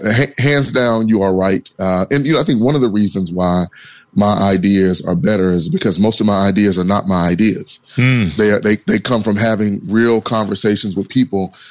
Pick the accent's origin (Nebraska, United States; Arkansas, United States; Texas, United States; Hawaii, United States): Arkansas, United States; Pine Bluff; now in Little Rock, United States; I'm seventh generation Arkansan, as you know, born and raised in Pine Bluff, live in Little Rock.